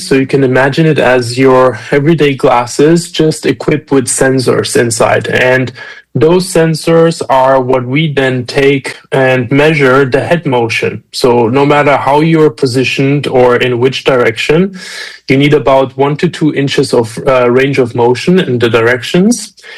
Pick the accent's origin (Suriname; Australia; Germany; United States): Germany; also born or lived in Romania / Munich, Germany; I am originally from Romania, was born in Romania, but grew up in Germany. So we moved to Germany when I was around 6-7 years old. And just did my high school there